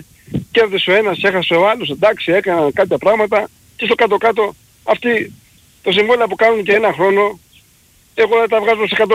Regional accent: Central Greece, Greece; είμαι από Εύβοια.

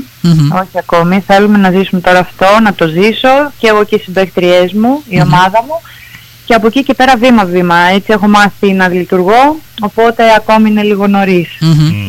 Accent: Greece; σαν Ελληνίδα.

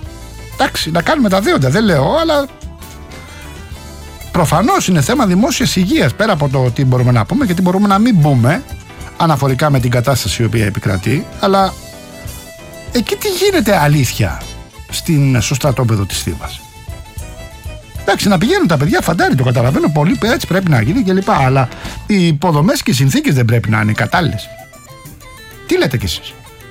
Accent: Rafina, Attica, Greece; στη Ραφίνα, την πατρίδα μου

